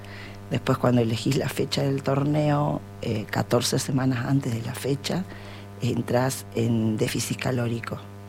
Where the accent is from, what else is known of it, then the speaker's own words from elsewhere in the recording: Argentina; now in Zapala, Argentina; soy la única argentina que compite con esta edad.